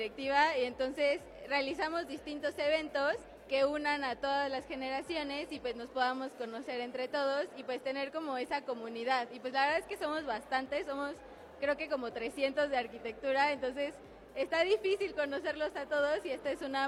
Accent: Puebla, Mexico; also born or lived in Huatulco; Yo soy de aquí, de Puebla.

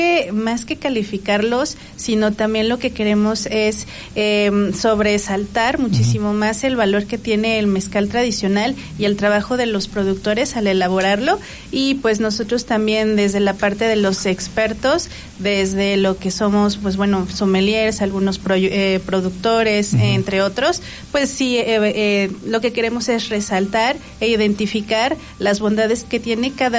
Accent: State of Mexico, Mexico; soy de aquí del Estado de México

